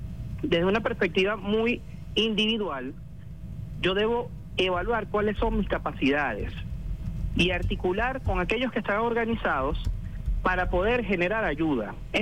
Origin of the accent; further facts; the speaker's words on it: Venezuela; Nosotros como venezolanos tenemos el gentilicio de ser empáticos.